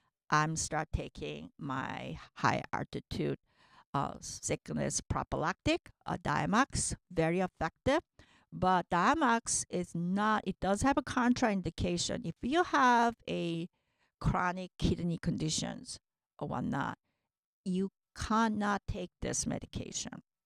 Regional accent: United States; and I'm from North America, you know, from U.S.

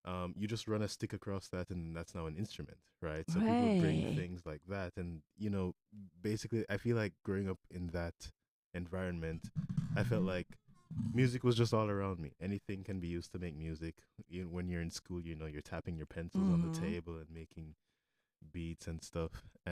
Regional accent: Kingston, Surrey, Jamaica; So I grew up in Jamaica. I grew up in Kingston, Jamaica.

